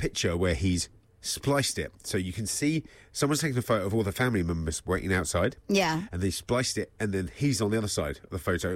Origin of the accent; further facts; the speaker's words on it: Southampton, South East England, United Kingdom; my hometown is Southampton